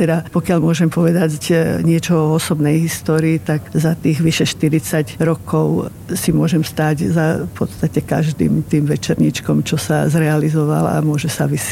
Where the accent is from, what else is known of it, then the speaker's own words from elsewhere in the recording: Bratislava, Bratislava Region, Slovakia; born there; som sa narodila v Bratislave na Dobšinského ulici